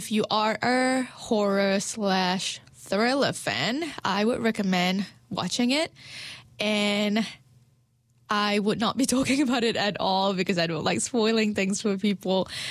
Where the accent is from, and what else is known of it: Malaysia; now in New Zealand